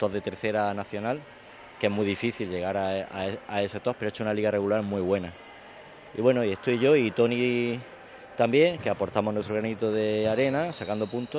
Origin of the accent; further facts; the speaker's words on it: Motril, Andalusia, Spain; somos el único equipo de toda la liga que somos todos de Motril